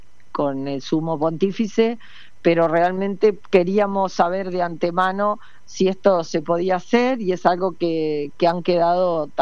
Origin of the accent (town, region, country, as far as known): Florida, Uruguay